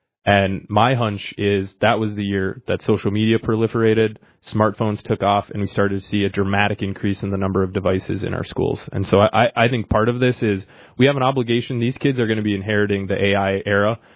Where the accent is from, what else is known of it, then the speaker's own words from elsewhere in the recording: West Fargo, North Dakota, United States; I grew up in West Fargo.